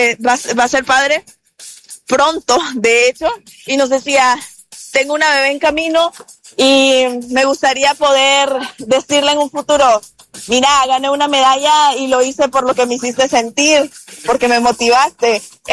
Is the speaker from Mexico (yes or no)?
no; El Salvador